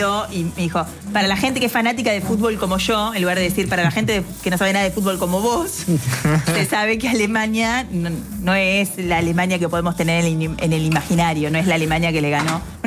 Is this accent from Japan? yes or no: no; La Dulce, Buenos Aires Province, Argentina; moved away; also born or lived in La Plata; Todavía soy más de La Dulce que de ningún lugar, claro.